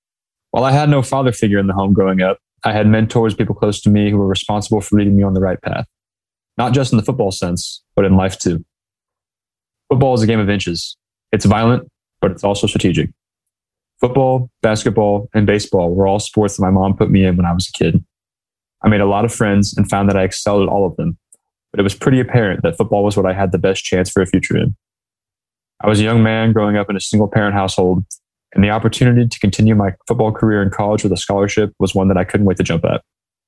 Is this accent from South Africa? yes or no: no; Fort Wayne, Indiana, United States; a white man inside of a gas station in my hometown of Fort Wayne, Indiana.